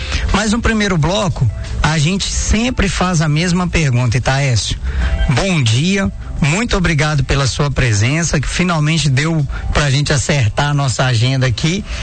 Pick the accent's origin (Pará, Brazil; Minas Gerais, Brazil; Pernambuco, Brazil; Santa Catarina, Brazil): Minas Gerais, Brazil; Timóteo; Eu que sou nascido e criado em Timóteo